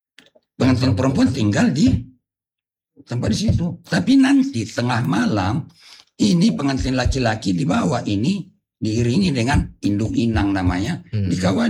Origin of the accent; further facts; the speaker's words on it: North Sumatra, Indonesia; Saya dulu sebagai orang Batak, sudah ditentukan jodoh saya oleh keluarga.